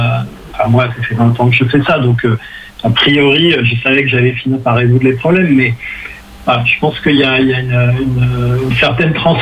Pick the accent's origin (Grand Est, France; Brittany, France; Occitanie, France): Brittany, France; also born or lived in Villeneuve-sur-Yonne; now in Paris, France; moi, je suis breton d'origine, mais là, je suis soit à Paris.